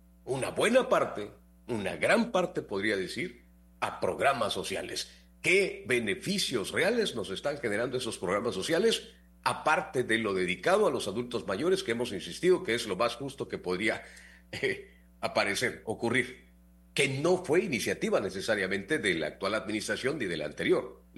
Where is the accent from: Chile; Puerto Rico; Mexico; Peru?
Mexico; todas las aspiraciones que tenemos como mexicanos?